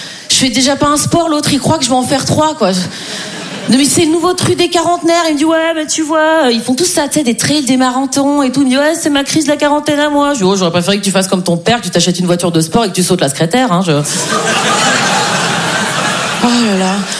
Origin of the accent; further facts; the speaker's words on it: Switzerland; c'est un effort énorme de dire 90, parce que je suis suisse. Donc en vrai, je dis 90.